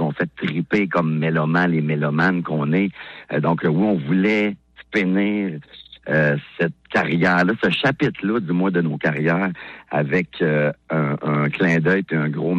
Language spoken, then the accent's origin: French; Drummondville, Quebec, Canada; Ça se termine chez nous à Drummondville le 4 décembre prochain à la Maison des Arts.